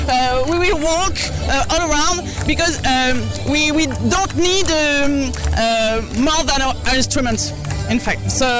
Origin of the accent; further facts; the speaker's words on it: New Caledonia; It's a brass band. We came from New Caledonia, so we arrived in Brisbane yesterday.